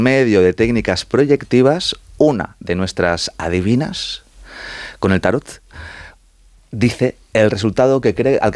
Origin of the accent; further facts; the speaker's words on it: Madrid, Community of Madrid, Spain; mis padres son argentinos, yo soy madrileño.